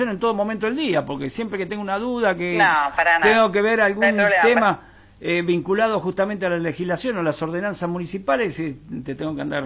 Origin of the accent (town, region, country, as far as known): Buenos Aires, Argentina